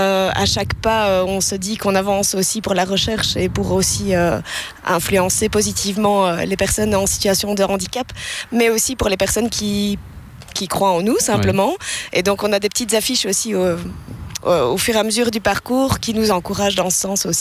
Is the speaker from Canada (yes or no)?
no; Waremme, Wallonia, Belgium; Je viens de Warem.